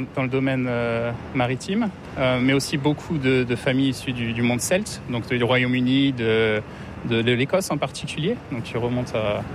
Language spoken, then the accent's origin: French; Lorient, Brittany, France; puisque la Bretagne, je suis de Lorient, la cité aux multiples ports